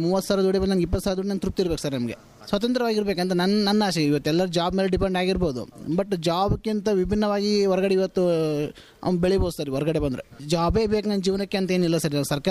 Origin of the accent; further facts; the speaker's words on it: Chikkaballari, Karnataka, India; ನಾನು ಮೂಲತಃ ಬಳ್ಳಾರಿ ಜಿಲ್ಲೆ ಸಿರುಗುಪ್ಪ ತಾಲೂಕು ಚಿಕ್ಕಬಳ್ಳಾರಿ ಅಂತಕ್ಕಂಥ ಒಂದು ಸಣ್ಣ ಗ್ರಾಮದಿಂದ ಬಂದಿರತಕ್ಕಂಥ ನನ್ನ ಫ್ಯಾಮಿಲಿ